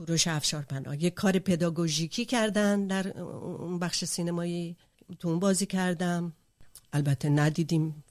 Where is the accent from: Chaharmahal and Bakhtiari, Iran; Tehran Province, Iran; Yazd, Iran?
Tehran Province, Iran; Tehran; در تهران به دنیا اومدم، در تهران بزرگ شدم، نوجوان شدم و جوان.